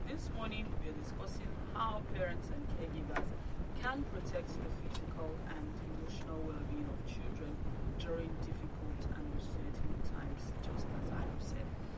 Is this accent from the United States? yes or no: no; Nigeria; As residents of Nigeria, as Nigerian citizens